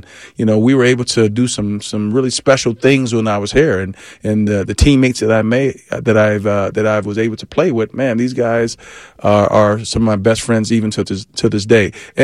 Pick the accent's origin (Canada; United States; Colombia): United States; Las Vegas, Nevada; Like, we grew up together in Las Vegas.